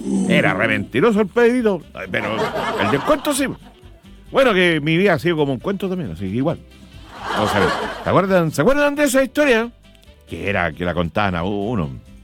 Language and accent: Spanish; Quirihue, Ñuble, Chile; Mi abuelito allá en el campo de Quirihue, sí, yo les he contado, yo soy de Quirihue. De Quirihue he venido con mis dichos y decires.